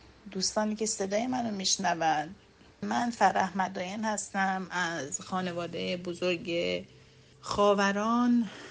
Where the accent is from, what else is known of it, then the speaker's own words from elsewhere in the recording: Tehran, Tehran Province, Iran; تمام بچه ها تو تهران به دنیا اومدیم و بزرگ شدیم و مدرسه رفتیم.